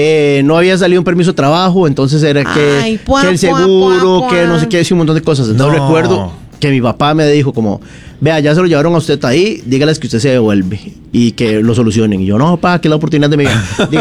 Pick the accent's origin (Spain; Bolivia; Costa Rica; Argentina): Costa Rica; compré vuelo y me devolví a Costa Rica. Eso era porque el equipo era casi, eran como 9 guatemaltecos y habían 3 jefes de información, eran 2 de México y yo.